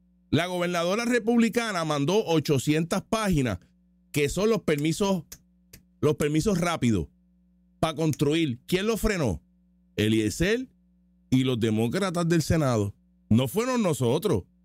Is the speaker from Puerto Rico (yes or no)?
yes; Puerto Rico